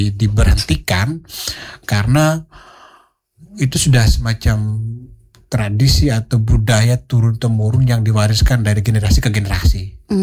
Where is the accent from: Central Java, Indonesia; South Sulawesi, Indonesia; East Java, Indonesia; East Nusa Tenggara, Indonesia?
East Nusa Tenggara, Indonesia; now in Kupang, Indonesia